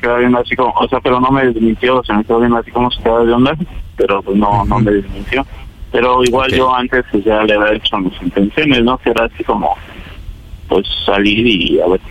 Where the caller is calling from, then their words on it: Nezahualcóyotl, State of Mexico, Mexico; Tengo 38 años y soy de Ciudad Nezahualcóyotl.